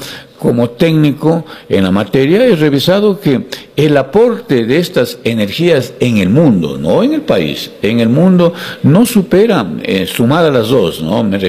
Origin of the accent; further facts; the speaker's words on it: Ecuador; yo creo que como ecuatorianos debemos pensar en estos proyectos